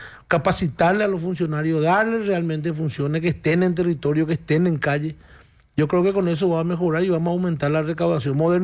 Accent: Fernando de la Mora, Central, Paraguay; born there

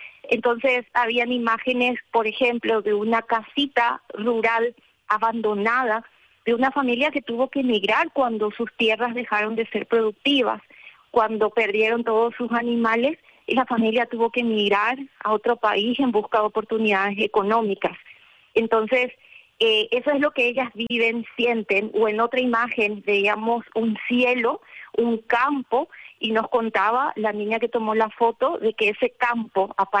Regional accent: Paraguay

